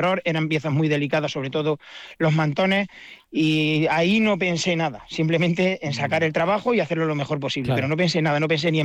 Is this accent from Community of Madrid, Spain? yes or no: no; Puente del Arzobispo, Castilla-La Mancha, Spain; Y ahí sí que entra todo mi pueblo. Yo soy nacido y criado en Puente del Arzobispo. No me quería mover